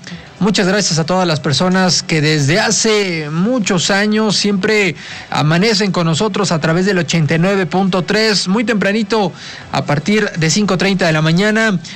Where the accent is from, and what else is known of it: Mexico